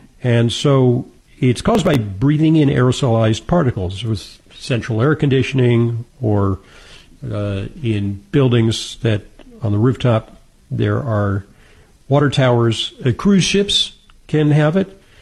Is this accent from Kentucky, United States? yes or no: no; New York City, New York, United States; born or raised there